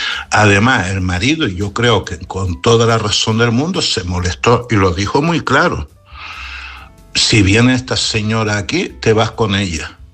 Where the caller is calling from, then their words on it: Canary Islands, Spain; desde Gran Canaria.